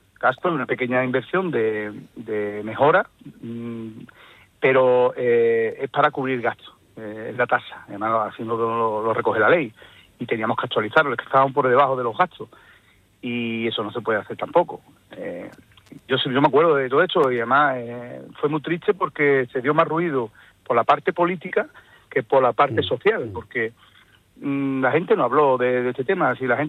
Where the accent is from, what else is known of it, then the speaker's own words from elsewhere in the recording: Paterna, Spain; Yo siempre pongo de ejemplo de cuando estaba de alcalde en mi pueblo, en Paterna